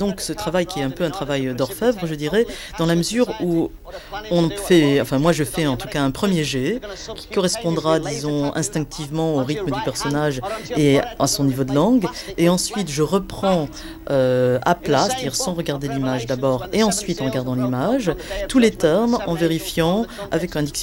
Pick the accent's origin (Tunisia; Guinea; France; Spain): France; also born or lived in Liverpool, United Kingdom / Manchester, United Kingdom; moi je suis française, mais j'ai vécu en Angleterre, justement dans le nord de l'Angleterre d'ailleurs, pas loin de là où Mike Lee habite. J'ai vécu à Liverpool pendant longtemps, et à Manchester un peu aussi d'ailleurs.